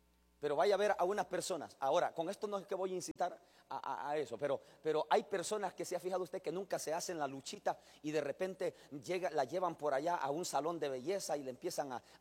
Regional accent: El Salvador; con la cara de salvadoreño, con la cara de pupusa de frijoles y de queso.

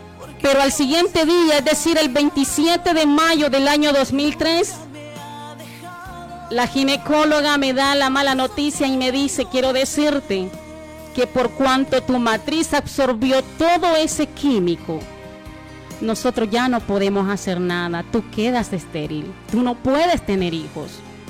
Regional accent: Berlín, Usulután, El Salvador; born there; moved away; me regreso a mi pueblo, me regreso a mi país, El Salvador. Y acá en la ciudad de Berlín

